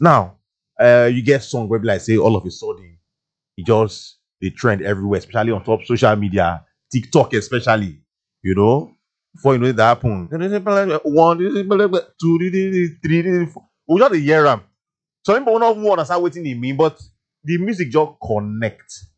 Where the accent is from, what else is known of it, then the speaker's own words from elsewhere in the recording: Niger Delta, Nigeria; I'm from the Niger Delta.